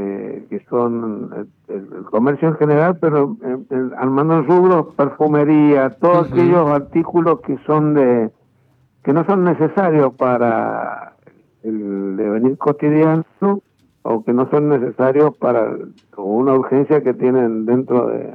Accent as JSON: {"language": "Spanish", "region": "Mendoza", "country": "Argentina", "said": "muchos mendocinos la hemos dejado un costado"}